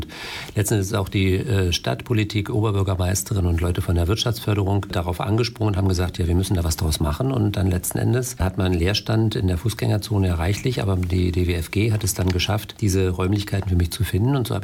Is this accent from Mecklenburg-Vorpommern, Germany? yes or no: yes; Schwerin, Mecklenburg-Vorpommern, Germany; Ich war 15 Jahre alt, 1980. In meiner Heimatstadt Schwerin wurde Gerd Wessig, oder aus der Heimatstadt Schwerin Gerd Wessig, im Hochsprung in Moskau Olympiasieger mit Weltrekord.